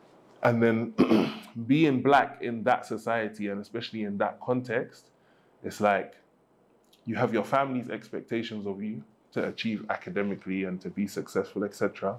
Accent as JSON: {"language": "English", "region": "London", "country": "United Kingdom", "tie": "born or raised there", "said": "growing up in London. And I grew up in an area in London where, well, all the areas in London I feel are mixed. So it's like the area that I grew up in, Camden Town, Kentish Town"}